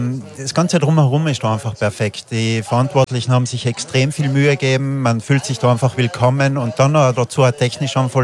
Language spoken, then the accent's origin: German; Tyrol, Austria; Ich bin gerne in der Steiermark als Tiroler.